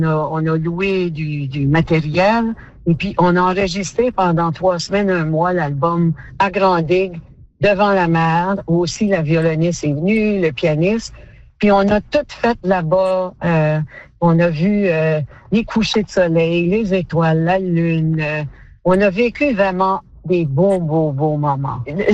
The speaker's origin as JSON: {"language": "French", "town": "Memramcook", "region": "New Brunswick", "country": "Canada", "tie": "born or raised there", "said": "on s'en va dans mon village natal, qui est Memramcook, que je tenais vraiment à retourner dans mon village là-bas."}